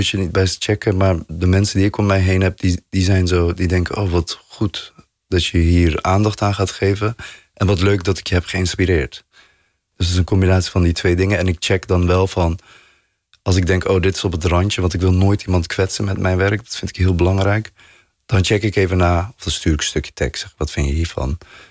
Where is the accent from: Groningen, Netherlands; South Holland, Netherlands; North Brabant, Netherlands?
North Brabant, Netherlands; Bergen op Zoom; moved away; Maar ik heb een hele diepe liefde voor Bergen op Zoom. De plek waar ik ben opgegroeid.